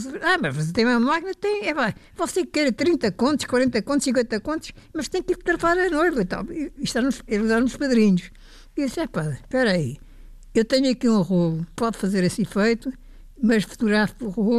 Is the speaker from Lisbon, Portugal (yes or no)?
yes; Lisbon, Portugal; eu sou de Lisboa